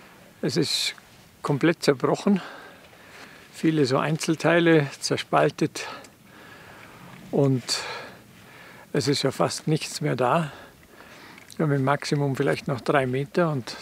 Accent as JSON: {"language": "German", "region": "Bavaria", "country": "Germany", "said": "Ja, ich komme aus dem Allgäu"}